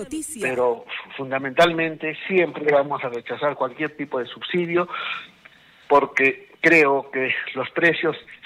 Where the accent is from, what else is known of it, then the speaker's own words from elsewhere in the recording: Arequipa, Peru; Yo soy acá de Arequipa, vivo acá, trabajo acá.